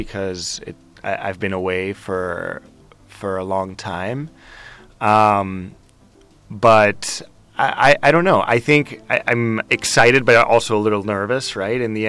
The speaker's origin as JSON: {"language": "English", "town": "Sant Just Desvern", "region": "Catalonia", "country": "Spain", "tie": "born or raised there", "also_born_or_lived": "New York", "first_language": "Spanish", "second_language": "English", "moved": "as an adult", "said": "especially like growing up in Sant Just, Barcelona was like, it's like the city, right?"}